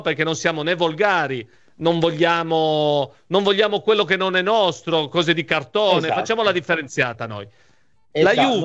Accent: Apulia, Italy; sono pugliese come te di origine

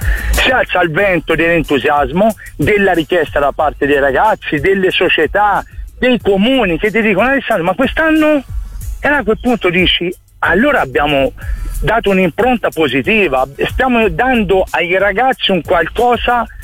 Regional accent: Tuscany, Italy

